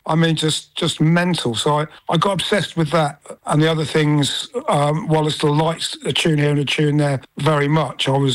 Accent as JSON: {"language": "English", "town": "High Wycombe", "region": "South East England", "country": "United Kingdom", "tie": "born or raised there", "also_born_or_lived": "London", "said": "I was at school in a town called High Wycombe, not far from London. I was born in London, but was in school in Bucks."}